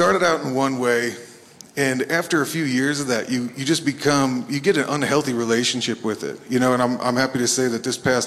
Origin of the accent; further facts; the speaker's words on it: West Saugerties, New York, United States; so I'm from West Saugerties, right outside of Woodstock, New York. And, you know, I'm an only child. So we lived out by behind this cornfield out there.